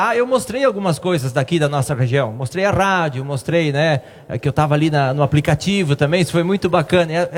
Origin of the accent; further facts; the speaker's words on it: Rio Grande do Sul, Brazil; Não, a gente é do Rio Grande do Sul.